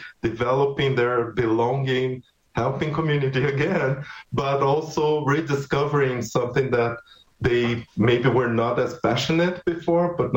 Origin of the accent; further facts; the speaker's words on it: Brazil; And sometimes I remember I came from Brazil. I remember a community that was very proud of having runners coming from that.